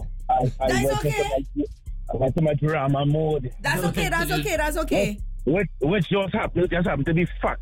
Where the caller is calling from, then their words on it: Trinidad & Tobago; as a Trinidadian